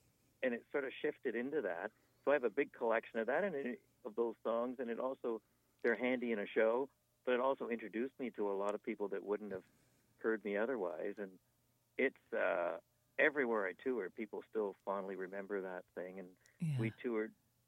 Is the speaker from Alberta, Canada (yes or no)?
no; Guelph, Ontario, Canada; my hometown of Guelph